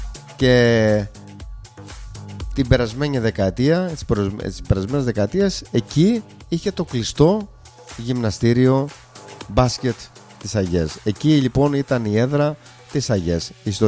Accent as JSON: {"language": "Greek", "area": "Zakynthos", "region": "Ionian Islands", "country": "Greece", "said": "εμείς οι Ζακυνθινοί πολίτες, να το γενικεύσω λίγο, εμείς που ζούμε σε αυτό το νησί"}